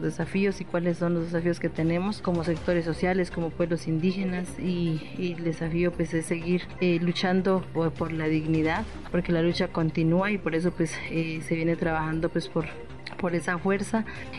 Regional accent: Colombia; Nosotros por derecho lo merecemos por ser colombianos, somos pueblos indígenas, pero somos colombianos y tenemos los mismos derechos que cualquier otros colombianos.

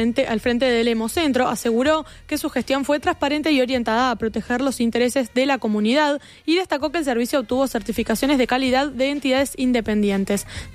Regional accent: Florida, Uruguay; now in Montevideo, Uruguay; Y bueno, yo ahora vivo en Montevideo, pero bueno, soy de Florida.

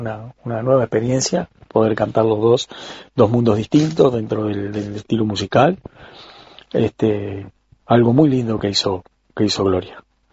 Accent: Carmelo, Colonia, Uruguay; soy un cantante de Carmelo.

